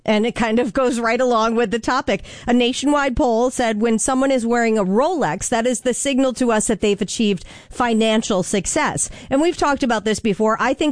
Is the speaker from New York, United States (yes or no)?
yes; Jamestown, New York, United States; Because growing up in Jamestown, we were not rich by any means. We were not wealthy at all. But we did have a cottage on Chautauqua Lake